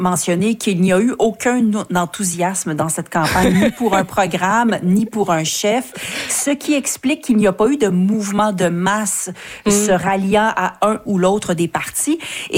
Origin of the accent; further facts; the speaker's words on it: Quebec, Canada; Moi, je viens de l'Outaouais.